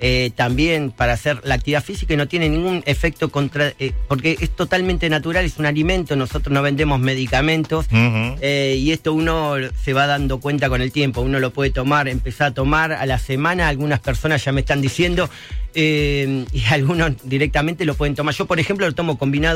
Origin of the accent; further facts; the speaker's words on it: La Plata, Buenos Aires Province, Argentina; Soy de La Plata y se envían a todo el país